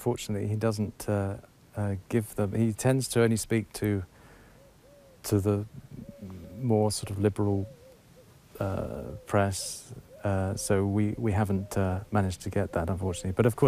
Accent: Canterbury, South East England, United Kingdom; moved away; also born or lived in North London; I was brought up Anglican in Canterbury, in fact. So I was confirmed by Robert Runcie as an Anglican.

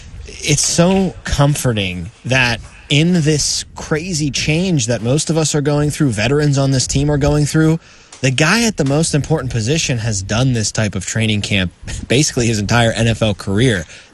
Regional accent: Pittsburgh, Pennsylvania, United States; I mean, we're from Pittsburgh, most of us.

